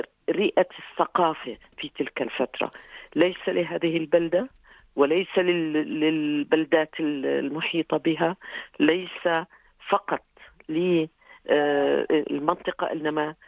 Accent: Al-Husn, Irbid Governorate, Jordan; وهي في الواقع بلدتي

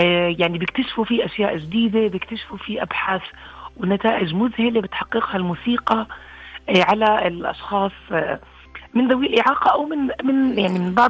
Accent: Jordan; ما كان يعني عندنا بالأردن مكان أنه تقدري تتخصصي منه بشكل يعني أكاديمي،

